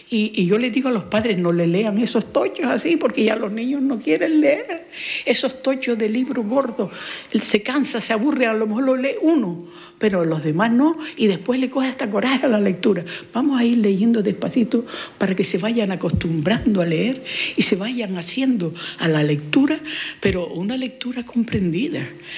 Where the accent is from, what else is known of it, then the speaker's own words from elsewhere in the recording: Canary Islands, Spain; Pues yo digo lo mismo. Ay, que soy majorero.